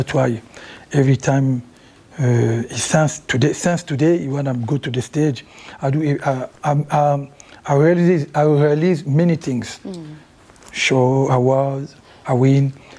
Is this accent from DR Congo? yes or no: yes; Kinshasa, DR Congo; English is a second language; moved away as an adult; now in Paris, France; I was because I grew up in Kinshasa, and I go to the Paris when I was used to be 19, 20. Mm-hmm. So I have both culture, you know, Congolese culture and Rumba music.